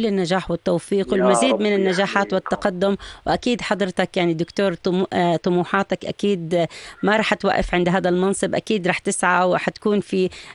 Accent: Jordan; احنا بنرفع الاردنيين رافعين راسنا في كل مكان

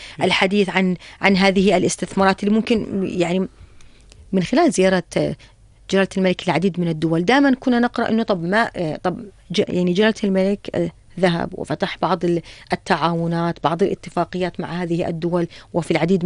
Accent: Jordan; احنا كدوله اردنيه

